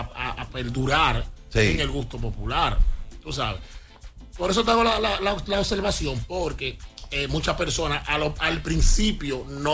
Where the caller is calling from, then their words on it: Los Alcarrizos, Santo Domingo, Dominican Republic; yo que soy de Pantoja.